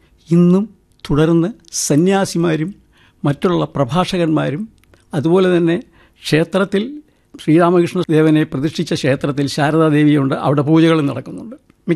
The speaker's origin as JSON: {"language": "Malayalam", "town": "Thiruvalla", "region": "Kerala", "country": "India", "tie": "born or raised there", "said": "ഞാൻ ജനിച്ചു വളർന്നത് മധ്യ തിരുവിതാംകൂറിലെ തിരുവല്ല എന്ന് പറഞ്ഞ സ്ഥലത്താണ്."}